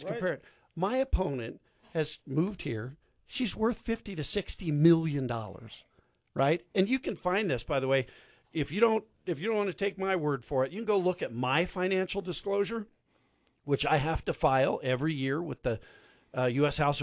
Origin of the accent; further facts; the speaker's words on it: Colorado Springs, Colorado, United States; from Colorado Springs.